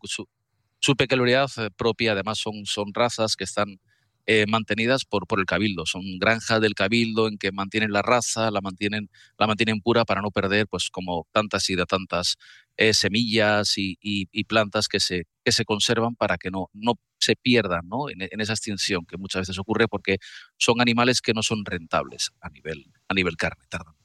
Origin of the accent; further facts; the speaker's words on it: Santander, Cantabria, Spain; soy originario de Santander